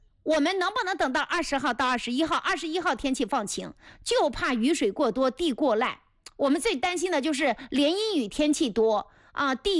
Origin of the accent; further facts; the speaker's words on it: Mengcheng, Anhui, China; accent: Mengcheng dialect; 蒙城，你一讲蒙城，我普通话都说不好了，我马上就会说蒙城话了